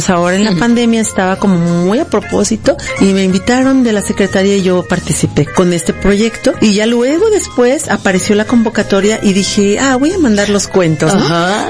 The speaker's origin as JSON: {"language": "Spanish", "town": "Jocotepec", "region": "Jalisco", "country": "Mexico", "tie": "born or raised there", "said": "Y ya, pues es ahí donde, en Jocotepec lo acabo de presentar también, que es mi municipio, que es mi tierra."}